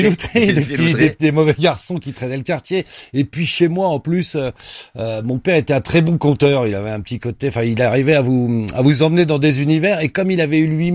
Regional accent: Pantin, Île-de-France, France; Ouais, j'ai grandi à Pantin.

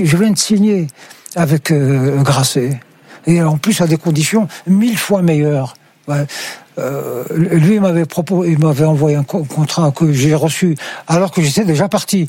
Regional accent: Algeria; born there; je suis algérien. Je suis né en Algérie.

